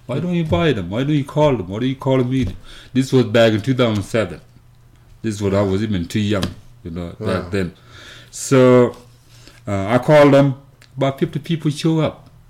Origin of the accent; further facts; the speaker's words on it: South Sudan; moved away; I started off, I'm kind of a former refugee. I'm originally from South Sudan, southeastern part of South Sudan.